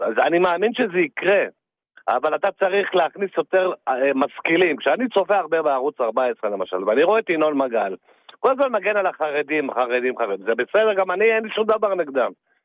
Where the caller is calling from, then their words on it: Tel Aviv, Tel Aviv District, Israel; מדרום תל אביב, דיברנו כמה פעמים. אני, תראה, אני, הדור שלי, אני אמרתי לך, אני גדלתי בשנות ה-80, אני למדתי באוהל יעקב